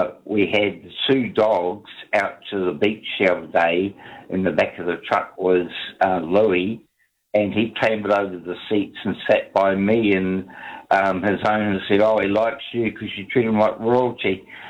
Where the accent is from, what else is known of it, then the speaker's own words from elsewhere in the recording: Bay of Plenty, New Zealand; I come from the Bay of Plenty, and I would greatly contest the idea that you're better off without a heat pump.